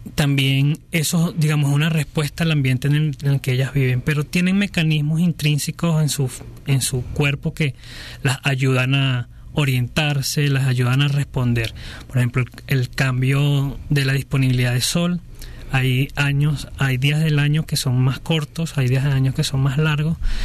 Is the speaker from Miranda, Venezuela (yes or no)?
no; Barquisimeto, Lara, Venezuela; inicialmente yo vengo de Barquisimeto